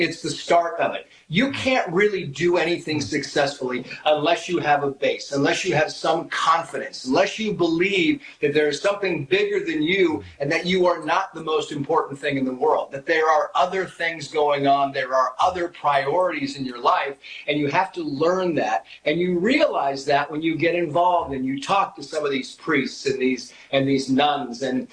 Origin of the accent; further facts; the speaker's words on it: San Diego, California, United States; we are Irish Catholics. And as you say, I grew up in San Diego, and as a family, you know, we were, I was the youngest of five